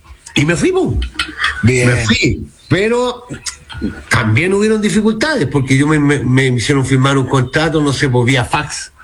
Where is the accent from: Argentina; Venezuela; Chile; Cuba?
Chile; con todas las, quizás como las adversidades que teníamos como jugadores chilenos, pues, ¿cachai?